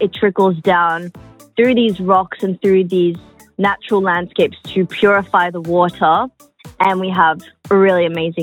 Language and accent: English; Melbourne, Victoria, Australia; Melbourne.